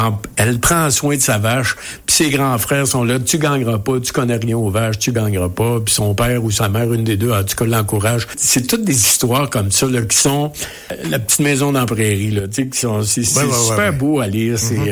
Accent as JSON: {"language": "French", "region": "Quebec", "country": "Canada", "tie": "born or raised there", "said": "on est originaire de la Beauce, bon. Les deux."}